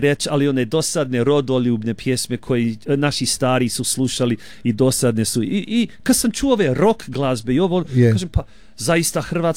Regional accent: Geelong, Victoria, Australia; ja sam iz Džilonga

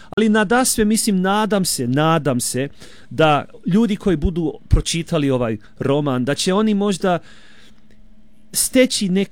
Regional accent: Geelong, Victoria, Australia; ja sam iz Džilonga

